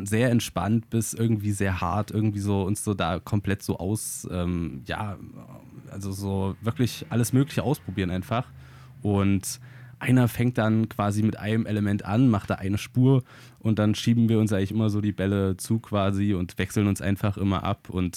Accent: Weimar, Thuringia, Germany; also born or lived in Jena; da wir in Weimar groß geworden sind und in Umgebung in Jena

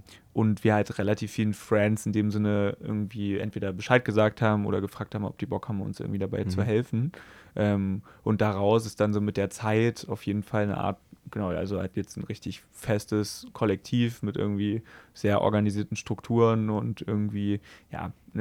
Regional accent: Halle, Saxony-Anhalt, Germany; now in Leipzig, Germany; ich komme aus Halle, wir waren früher öfter mal in Leipzig und kannten hier irgendwie ein paar Leute

